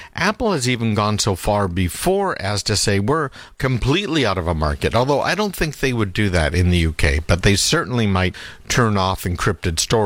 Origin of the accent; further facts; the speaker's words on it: Canada; I remember growing up in Canada, they had Lipton tea.